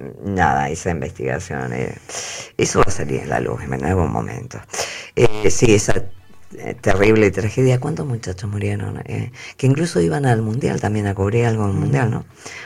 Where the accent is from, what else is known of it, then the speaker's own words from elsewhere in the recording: Argentina; soy la única argentina en todo el barrio